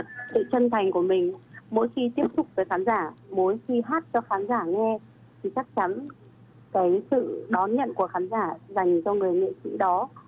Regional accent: Nghệ An, Vietnam; xin cảm ơn chương trình quán âm nhạc đã kết nối em với khán giả gần xa và đặc biệt là khán giả Nghệ An quê em.

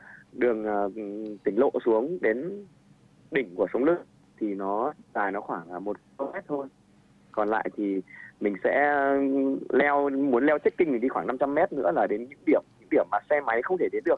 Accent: Ha Giang, Vietnam; Em thì em quê gốc em ở Hà Giang.

